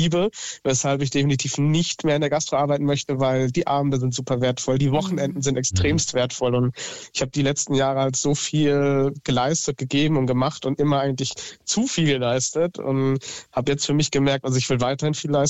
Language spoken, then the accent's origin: German; Rhineland-Palatinate, Germany; also ich komme ja hier aus der Pfalz, ob ich sage, ich verlasse die Pfalz